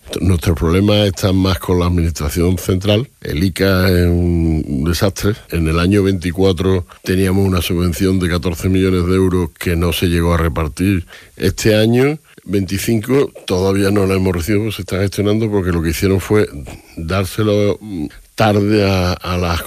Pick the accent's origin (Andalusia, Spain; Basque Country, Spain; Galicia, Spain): Andalusia, Spain; Huelva; Y después una película de chavales en Huelva, mi tierra.